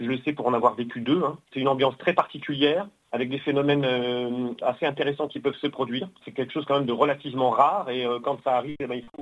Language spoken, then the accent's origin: French; Brittany, France; chez nous en Bretagne